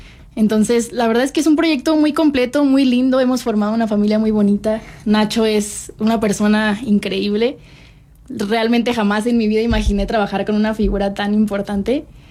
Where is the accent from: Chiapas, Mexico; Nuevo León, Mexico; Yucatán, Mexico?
Nuevo León, Mexico; Monterrey; now in Mexico City, Mexico; yo que vengo de Monterrey, obviamente toda la gente de otras ciudades pues queremos venir aquí a la capital a cumplir nuestros sueños